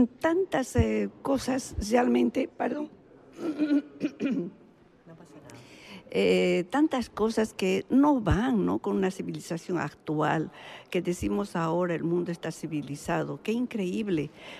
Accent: La Paz, Bolivia; now in Switzerland; Yo soy boliviana. … Bueno, soy boliviana de La Paz. Un día salí de nuestras tierras queridas

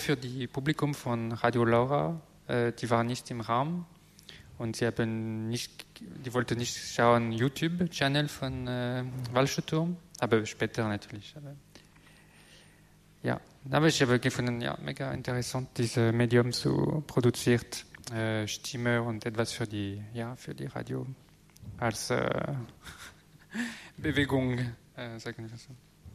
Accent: France; accent: French; German is a second language; moved away; mit meinem französischen Akzent

